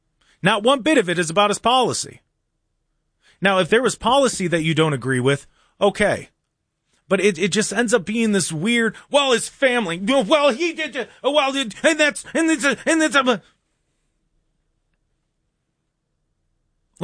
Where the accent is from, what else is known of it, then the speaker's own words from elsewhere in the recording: United States; Because as an American, I believe in freedom of religion.